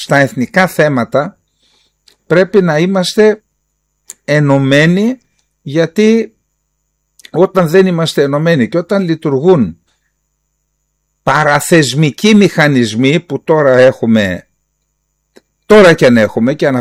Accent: Greece; τη μία ως Έλληνας

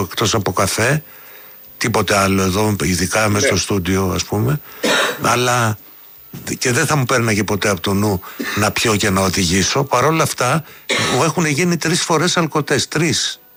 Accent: Chania, Crete, Greece; Ναι, εγώ είμαι από τα Χανιά. Είμαστε σύντεχνοι.

